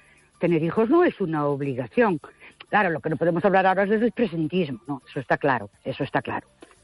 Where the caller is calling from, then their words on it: Ourense, Galicia, Spain; de Ourense.